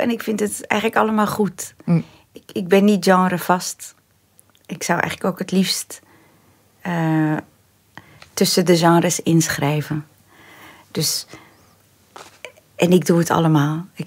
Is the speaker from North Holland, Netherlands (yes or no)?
no; Tilburg, North Brabant, Netherlands; Wij woonden vlakbij België. Ik ben in Tilburg geboren, dus ik fietste altijd naar België.